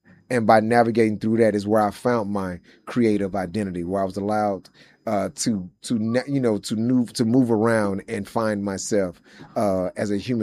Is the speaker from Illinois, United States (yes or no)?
no; St. Louis, Missouri, United States; And I grew up in St. Louis. St. Louis is full of a lot of love, a lot of great people